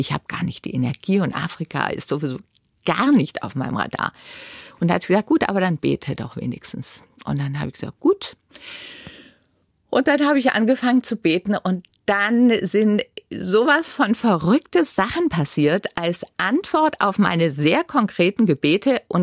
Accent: Bavaria, Germany; moved away; ich bin in Bayern aufgewachsen

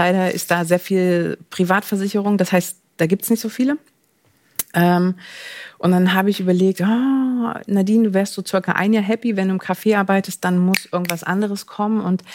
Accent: East Germany, Germany; Nee, natürlich nicht. Ich komme aus dem Osten.

